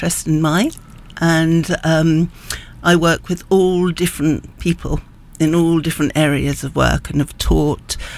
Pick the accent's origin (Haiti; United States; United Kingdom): United Kingdom; Dover, South East England; I was brought up in Dover, Kent